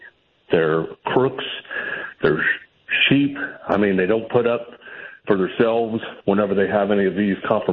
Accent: Ohio, United States; Shame to say I'm from Ohio, but I had to just get this off my chest.

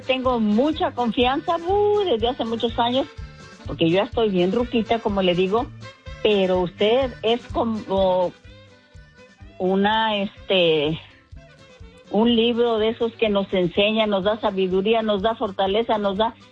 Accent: Yahualica de González Gallo, Jalisco, Mexico; Yo soy originaria de Yagualica, Jalisco.

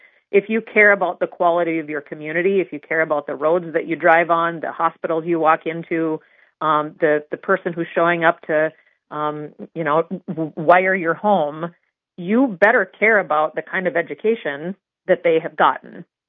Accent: Ray, North Dakota, United States; now in Bismarck, United States; So here in Bismarck or my hometown of Ray

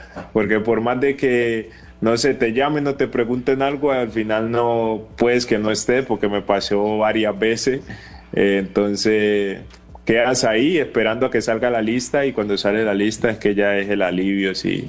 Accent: Cali, Valle del Cauca, Colombia; Para mí la salsa es vital, soy caleño y me encanta la salsa

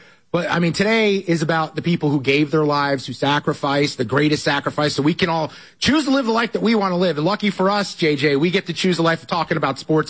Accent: New York, United States; you and I as Mike and the Mad Dog because it's two guys from New York. Now, your accent's still strong. My accent has softened up a ton as I've lived all around the country.

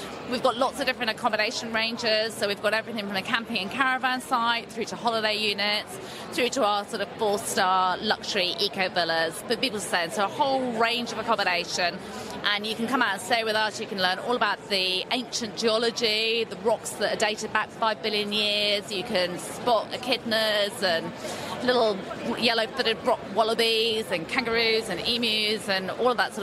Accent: United Kingdom; As a Brit coming to somewhere so isolated, so rural, the enormous skies

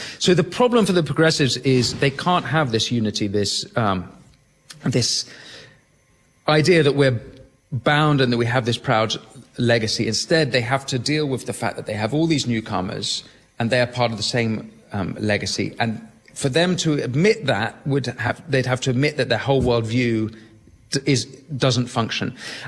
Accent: England, United Kingdom; this is an embarrassment about being English. That will be overcome because actually that's a relatively new concept. And actually we're a proud ancient people.

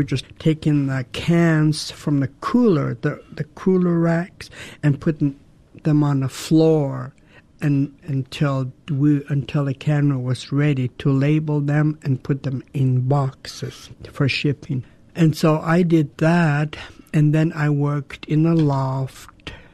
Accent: Douglas, Alaska, United States; I was born and raised in Douglas. I belong to the Raven clan. I come from the whale house in Tlaquan.

